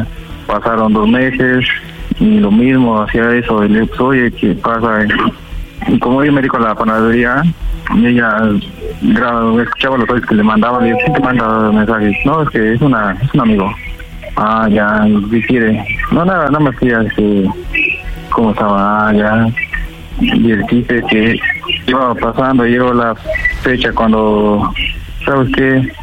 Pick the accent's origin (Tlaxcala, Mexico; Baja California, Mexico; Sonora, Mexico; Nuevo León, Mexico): Tlaxcala, Mexico; Tengo 29 años, soy de Tlaxcala, Tlaxcala.